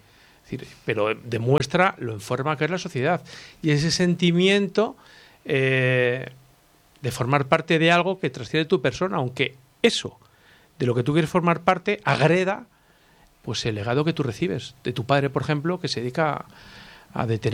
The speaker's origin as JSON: {"language": "Spanish", "area": "Salamanca", "region": "Castile and León", "country": "Spain", "said": "yo que soy castellano o leonés, como dicen ahora estos gilipollas, soy salmantino"}